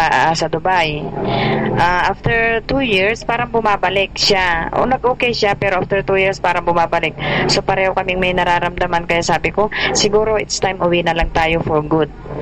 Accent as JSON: {"language": "Tagalog", "town": "Malasiqui", "region": "Ilocos Region", "country": "Philippines"}